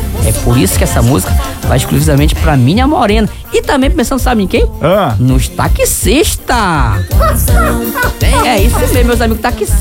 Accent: Pará, Brazil; Eu sou natural do estado do Pará.

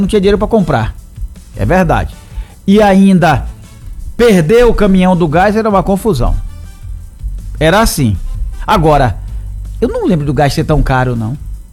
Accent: Salvador, Bahia, Brazil; Quando era pequeno lá em Paripe, o carro do gás, que antes era Brasil Gás, só passava de 7 em 7 dias.

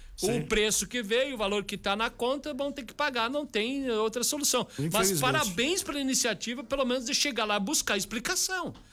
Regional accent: Vacaria, Rio Grande do Sul, Brazil; Eu sou de Vacaria, sou do Glória.

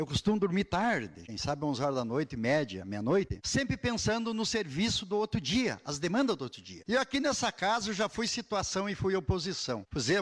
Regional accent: Soledade, Rio Grande do Sul, Brazil; also born or lived in Espumoso; que orgulho que eu tenho de adotar Soledade como minha cidade. Eu vim natural de Espumoso, vim pequeno de Espumoso. Anotei para morar em Soledade. A minha cidade de origem Espumoso

